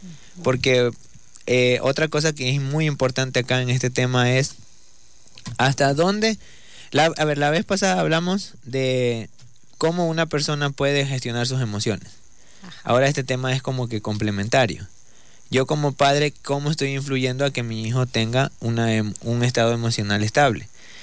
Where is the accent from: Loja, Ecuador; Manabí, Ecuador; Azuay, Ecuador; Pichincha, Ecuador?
Manabí, Ecuador; pues yo vengo de Manabí, yo he visto esto en Quito, en Manabí, en Santo Domingo